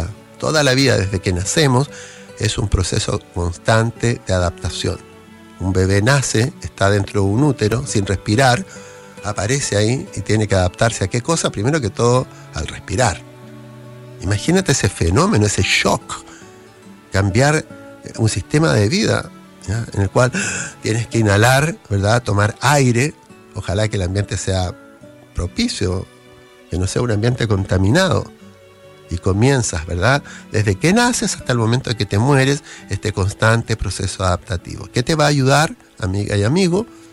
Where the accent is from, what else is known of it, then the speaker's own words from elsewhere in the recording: Chile; somos millones los chilenos que necesitamos tomarlo.